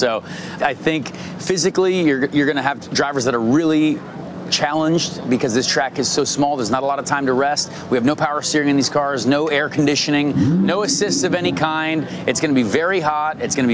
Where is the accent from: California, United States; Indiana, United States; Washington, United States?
Indiana, United States; I'm born and raised in Indiana, so I've always had a heart for the Indy 500